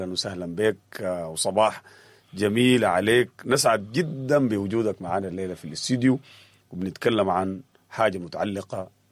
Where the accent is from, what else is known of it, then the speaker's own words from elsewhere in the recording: Sudan; معاناتنا كسودانيين. حقيقي تعبنا من دوامة استمرار الحروب في بلدنا السودان